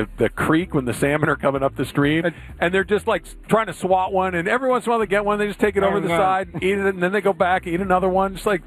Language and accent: English; Arcadia, California, United States; Like, you know, growing up in Arcadia and which is right next to Monrovia